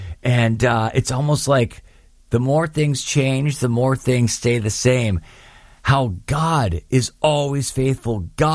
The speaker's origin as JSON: {"language": "English", "town": "Mundelein", "region": "Illinois", "country": "United States", "tie": "born or raised there", "said": "I was in my hometown where I grew up in, Mundelein, Illinois."}